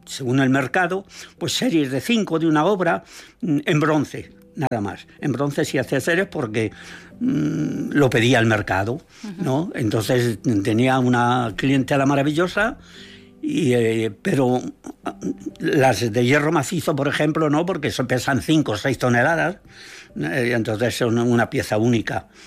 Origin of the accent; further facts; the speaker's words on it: Madrid, Community of Madrid, Spain; No, yo cuando venía aquí era madrileño.